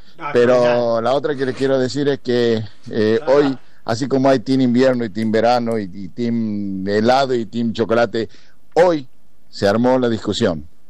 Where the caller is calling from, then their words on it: Catamarca, Argentina; por la tonada ya me sacan que no soy de La Plata, ¿verdad? Bueno, soy de Catamarca.